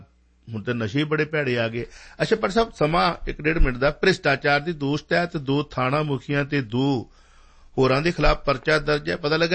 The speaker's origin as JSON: {"language": "Punjabi", "region": "Punjab", "country": "India", "said": "ਚਲੋ ਅਸੀਂ ਪੰਜਾਬ ਤੋਂ ਆ"}